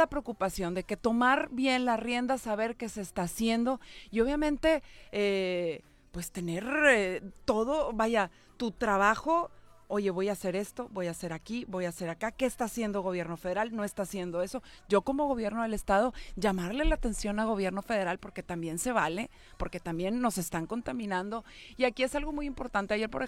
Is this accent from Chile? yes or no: no; Nuevo León, Mexico